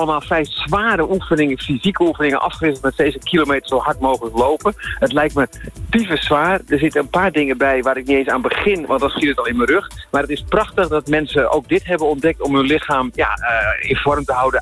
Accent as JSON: {"language": "Dutch", "town": "Amsterdam", "region": "North Holland", "country": "Netherlands", "tie": "born or raised there", "said": "ik ben opgegroeid in Amsterdam."}